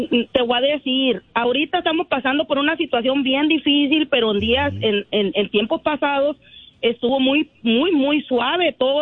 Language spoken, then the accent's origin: Spanish; Hermosillo, Sonora, Mexico; Yo soy de Hermosillo, Sonora, chamacos.